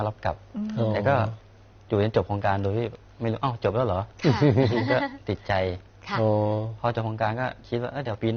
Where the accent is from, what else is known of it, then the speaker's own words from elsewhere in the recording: Chiang Saen, Chiang Rai, Thailand; ภูมิลำเนาอยู่ที่เชียงเซาเกิดและโตที่นั่นเลยครับ